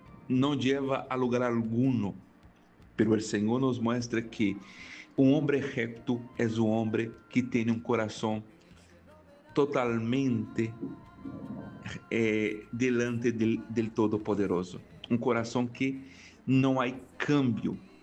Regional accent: Brazil; first language Portuguese; Spanish is a second language; now in Spain; yo estoy aquí sí, en España haciendo un trabajo misionero, pero yo soy brasileño. Entonces nosotros en Brasil hablamos el portugués. Nuestro idioma es el portugués y tenemos ahí, vamos a decir, un poco de dificultad para hablar el español.

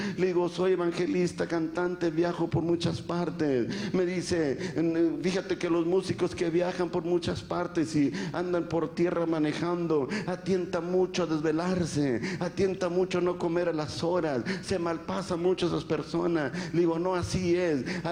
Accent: Matamoros, Tamaulipas, Mexico; quiero decirle que yo soy nativo de la ciudad de Matamoros, Tamaulipas, México.

